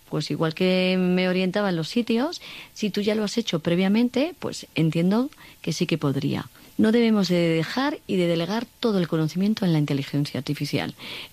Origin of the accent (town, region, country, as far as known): Cuenca, Castilla-La Mancha, Spain; now in Madrid, Spain